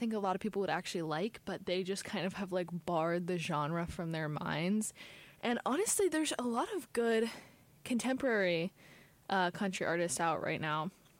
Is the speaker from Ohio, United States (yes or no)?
yes; Ohio, United States; I'm from Ohio, which is, like, the Midwest. But I am from Southern Ohio, so I live very close to the Southern border.